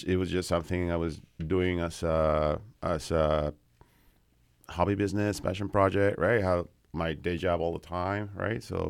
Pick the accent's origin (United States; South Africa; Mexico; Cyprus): Mexico; moved away; I would see shows in my home city in Mexico